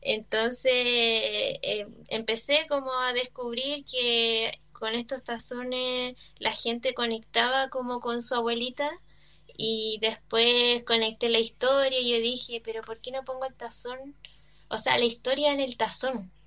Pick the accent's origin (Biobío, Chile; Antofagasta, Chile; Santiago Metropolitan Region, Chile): Santiago Metropolitan Region, Chile; Santiago; now in Puerto Natales, Chile; yo soy oriunda de Santiago y viví allá harto tiempo, después me devolví